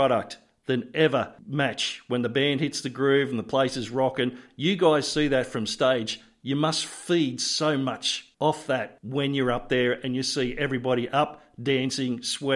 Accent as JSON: {"language": "English", "country": "Australia", "said": "There just seems to be a wonderful little connection between Australians and Canadians. We don't take ourselves very seriously."}